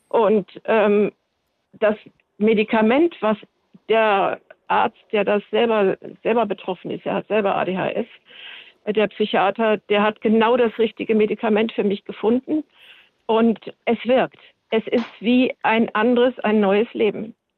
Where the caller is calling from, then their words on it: Bad Wiessee, Bavaria, Germany; genau. Ich rufe aus Bayern an, aus Bad Wiessee.